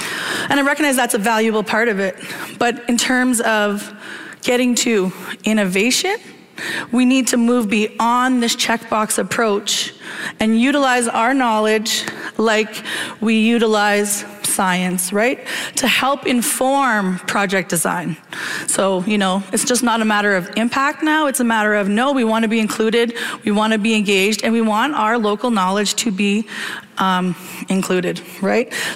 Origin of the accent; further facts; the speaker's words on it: Ontario, Canada; I come from Wanapate First Nation, which is located about 60 kilometers north of the city of Sudbury, about 400 kilometers north of the city of Toronto, north of Cottage Country